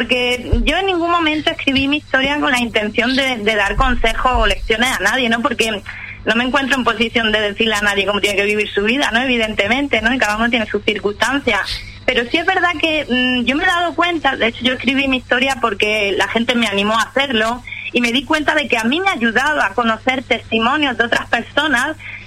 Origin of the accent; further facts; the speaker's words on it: El Ejido, Andalusia, Spain; also born or lived in Barcelona; Sí, bueno, sí, yo vivo en El Ejido, aunque nací en Barcelona, pero desde los 13 años me he criado en El Ejido